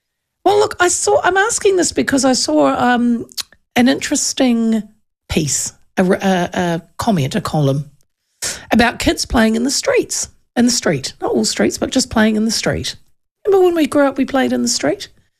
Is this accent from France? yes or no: no; Hawke's Bay, New Zealand; I'm from the Hawke's Bay and I have whānau in Wairua.